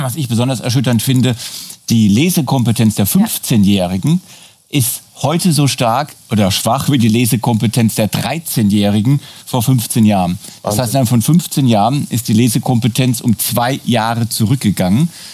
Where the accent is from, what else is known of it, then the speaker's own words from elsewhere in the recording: Ludwigshafen, Rhineland-Palatinate, Germany; Da muss ich jetzt immer wieder das traurige Beispiel meiner Heimat Ludwigshafen denken